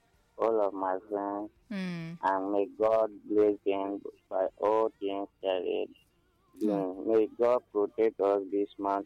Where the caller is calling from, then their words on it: Kogi, Nigeria; from Kogi State.